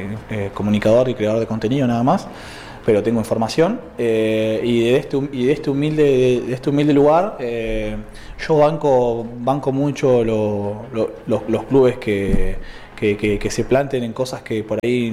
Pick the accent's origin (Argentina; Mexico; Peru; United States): Argentina